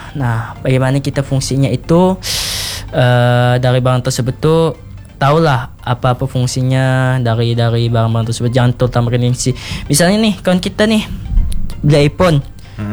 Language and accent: Indonesian; Indonesia; born there; mencintai negara kita juga, karena kita pun lahir di Indonesia.